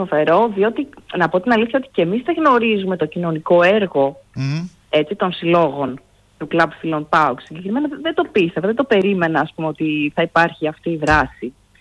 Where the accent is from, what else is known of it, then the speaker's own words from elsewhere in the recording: Karperi, Central Macedonia, Greece; moved away; Εγώ είμαι από την Καρπερή Σερών.